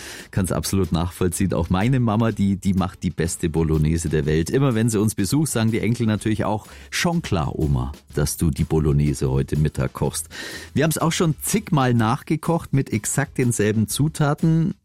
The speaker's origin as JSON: {"language": "German", "region": "Swabia", "country": "Germany", "said": "Vor allem mir als Schwabe auch."}